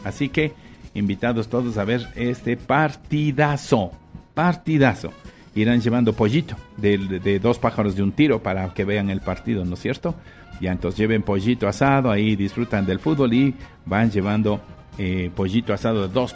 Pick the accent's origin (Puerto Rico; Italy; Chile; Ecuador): Ecuador; porque somos ecuatorianos